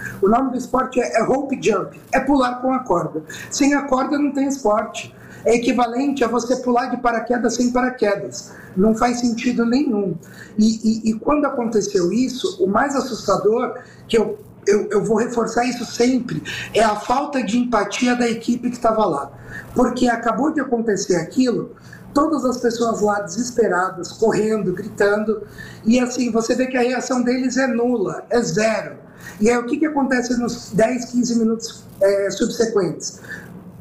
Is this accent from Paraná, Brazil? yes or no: no; São Paulo, Brazil; Eu sou do litoral, aqui da Baixada.